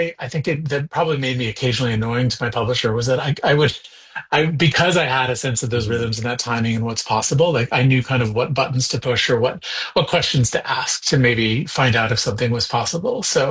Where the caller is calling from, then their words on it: Nova Scotia, Canada; I am calling you from Cape Breton today.